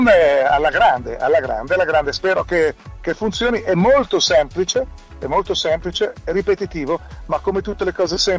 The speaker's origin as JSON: {"language": "Italian", "region": "Liguria", "country": "Italy", "said": "Sai, da Ligure io sono andato a vedere subito come era la cosa."}